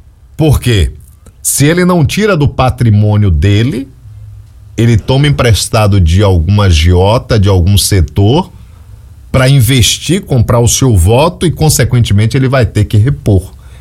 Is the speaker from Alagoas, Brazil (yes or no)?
no; Bahia, Brazil; eu também sou nordestino, sou da Bahia, baiano, catingueiro, né?